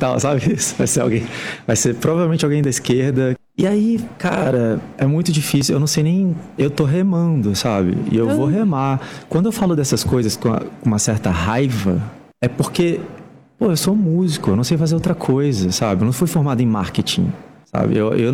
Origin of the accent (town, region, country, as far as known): Brazil